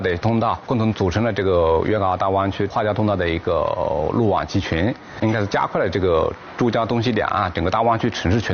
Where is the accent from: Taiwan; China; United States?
China; Shenzhen, Guangdong; now in Guangzhou, China; 作为一名深圳人嘛